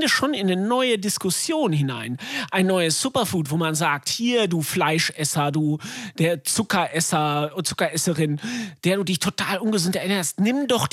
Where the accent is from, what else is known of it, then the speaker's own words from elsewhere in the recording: North Rhine-Westphalia, Germany; Ich sag's nochmal, ich komme aus dem Sauerland.